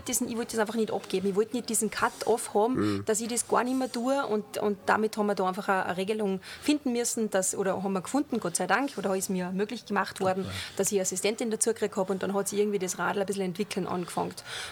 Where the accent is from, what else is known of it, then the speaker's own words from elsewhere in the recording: Austria; Aber was dann denn wir als Österreicher lohnen, also diese europäische Idee